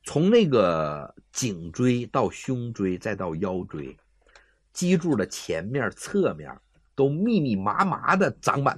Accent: China; 听说我是中国人，咱们中国在西方人眼里头是一个神秘的国家

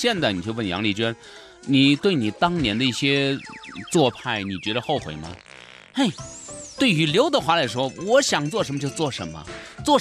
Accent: Yunnan, China; accent: Yunnan dialect; 咱们云南话说玻璃心，

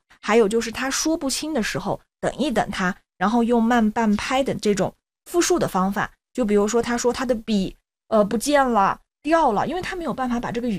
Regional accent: Yunnan, China; 尤其对于我们云南人来说

